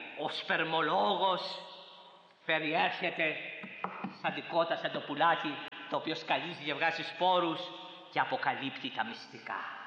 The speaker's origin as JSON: {"language": "Greek", "area": "Corfu", "region": "Ionian Islands", "country": "Greece", "said": "στο νησί μου στην Κέρκυρα"}